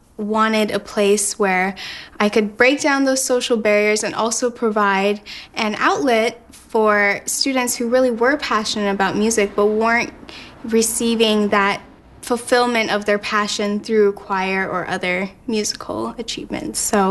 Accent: Honolulu, Hawaii, United States; I'm 17 years old. I'm from Honolulu, Hawaii.

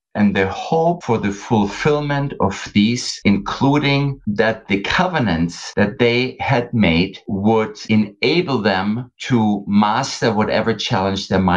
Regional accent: West Germany, Germany; Ray, you might know that I'm from the West.

